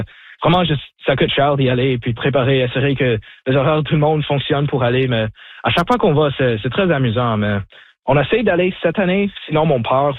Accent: Sault Ste. Marie, Ontario, Canada; J'étais un peu nerveux parce que je viens de Sault-Saint-Marie, donc j'étais toujours dans ma tête que c'est comme, ah, tu sais, mon français, c'est pas aussi bon que le français des autres.

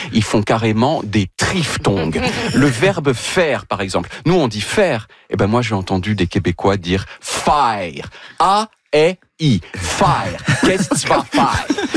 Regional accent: France; Chez nous, les combinaisons de voyelles, elles forment le plus souvent un son.

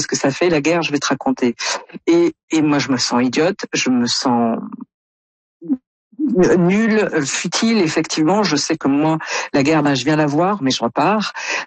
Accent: France; a du mal à imaginer quand on est canadien ou comme moi français

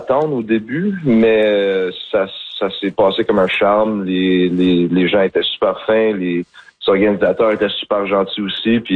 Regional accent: Montreal, Quebec, Canada; Tu sais, moi, je viens de Saint-Henri. J'ai vécu autour de Saint-Henri, les derniers 14 ans de ma vie.

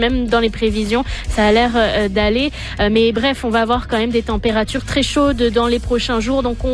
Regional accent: Manitoba, Canada; Il y a des feux encore chez nous au Manitoba

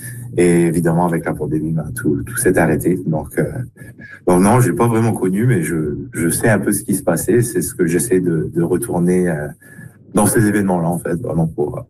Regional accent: St. Pierre & Miquelon; now in St. John's, Canada; des Français de Saint-Pierre-et-Miquelon, d'où je viens

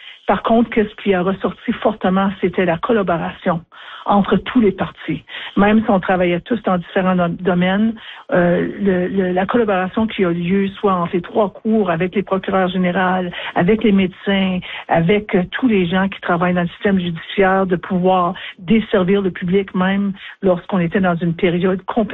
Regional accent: Timmins, Ontario, Canada; now in Ottawa, Canada; je suis native du nord de l'Ontario. J'ai vécu toute ma vie à Timmins, qui est quand même pas trop loin de North Bay.

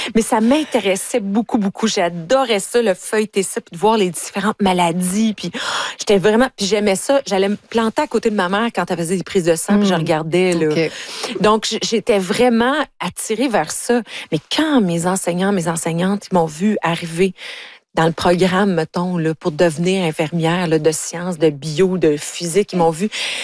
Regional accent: Ontario, Canada; parce que moi, je viens de l'Ontario.

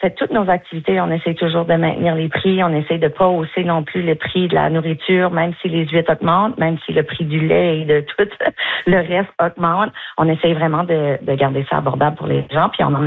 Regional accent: Maisonnette, New Brunswick, Canada; born there; Définitivement, c'est ma région, Maisonnette. Je suis née à Maisonnette. J'ai Maisonnette dans le cœur.

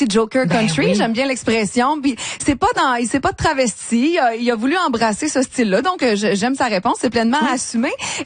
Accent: Saint-Tite, Quebec, Canada; chez nous à Saint-Tite.

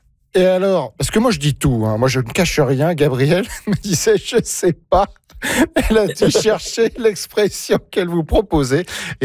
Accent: France; now in Canada; moi, vous le savez, je suis français et j'avoue que c'est quand même un luxe qu'on a en France d'avoir 5 semaines de vacances par an. Au Canada, je m'aperçois

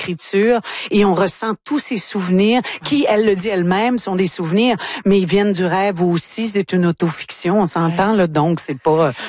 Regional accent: La Tuque, Quebec, Canada; je viens de la Tuque, pas loin de Shawinigan.

